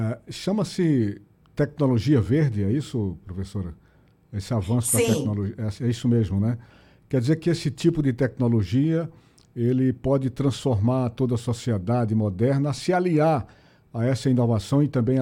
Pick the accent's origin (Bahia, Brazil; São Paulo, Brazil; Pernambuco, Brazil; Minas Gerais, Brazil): Pernambuco, Brazil; Belo Jardim; moved away; Vou à minha terra, Belo Jardim.